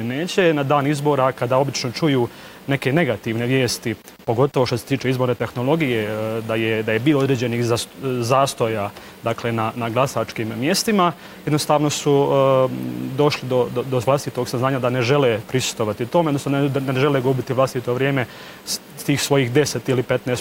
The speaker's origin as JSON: {"language": "Croatian", "town": "Posušje", "region": "Federation of Bosnia and Herzegovina", "country": "Bosnia & Herzegovina", "said": "Ja dolazim iz Posušija"}